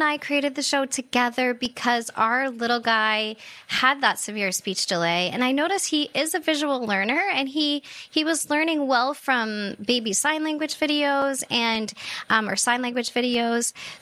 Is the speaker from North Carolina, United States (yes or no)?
no; Maine, United States; It was really wonderful. I loved being outside and kind of had that 80s, 90s childhood where you were out until your parents were like, come home, and the street lights went on